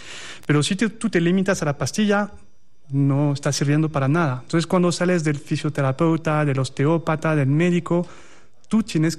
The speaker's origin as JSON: {"language": "Spanish", "country": "France", "moved": "yes", "lives_now": "Colombia", "said": "Soy francés, viviendo en Colombia"}